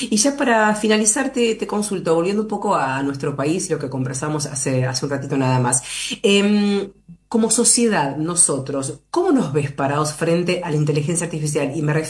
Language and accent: Spanish; Argentina; ¿En qué punto o en qué lugar nos paramos como sociedad argentina frente a esta tecnología?